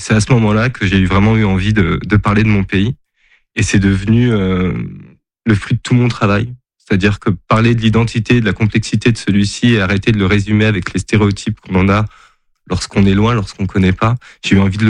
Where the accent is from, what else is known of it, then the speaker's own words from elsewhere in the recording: New Caledonia; Quand on est petit, en plus, on regarde vraiment pas la couleur de peau, même si plus tard, en grandissant en Calédonie, on y fait un peu plus attention.